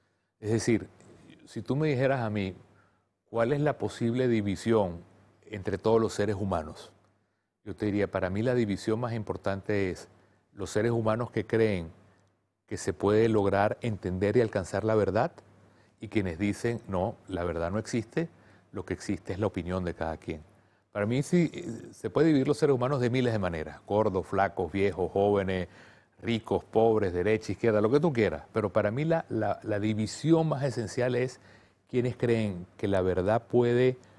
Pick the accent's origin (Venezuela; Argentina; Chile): Venezuela; mi país, Venezuela